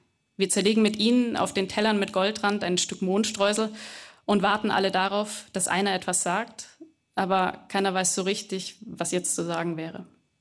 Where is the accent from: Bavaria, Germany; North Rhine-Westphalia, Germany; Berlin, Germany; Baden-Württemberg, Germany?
Baden-Württemberg, Germany; Tal; Nee, also ich komme aus der Nähe von Ulm, aus einem kleinen schwäbischen Dorf, das heißt Tal mit TH, muss man nicht kennen.